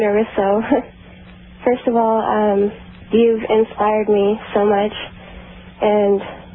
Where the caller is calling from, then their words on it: Sacramento, California, United States; Sacramento.